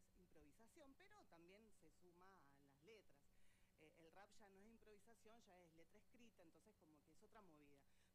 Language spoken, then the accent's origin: Spanish; Buenos Aires, Argentina; also born or lived in Neuquén; ahí yo me crié en Buenos Aires y ahora vuelvo.